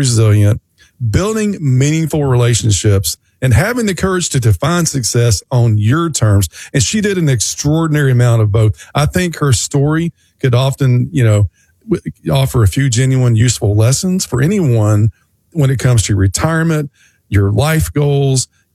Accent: Tennessee, United States; Well, it starts in rural Tennessee, and that's my home state too, ladies and gentlemen.

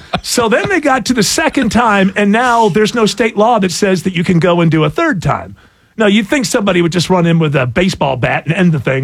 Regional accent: England, United Kingdom; You know what? I'm English, so I know 34 people named Nigel.

